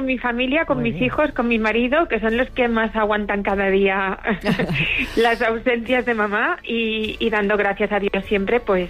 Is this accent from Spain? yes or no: yes; Valencian Community, Spain